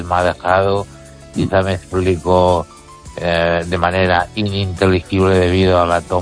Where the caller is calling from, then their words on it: Ourense, Galicia, Spain; desde Orense.